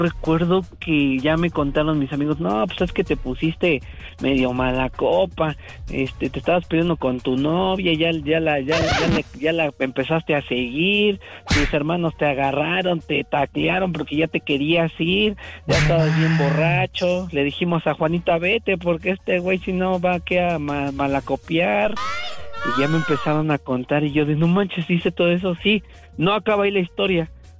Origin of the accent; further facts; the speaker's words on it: Cuauhtémoc, Mexico City, Mexico; Ah, justamente yo soy de la Alcaldía Cuauhtémoc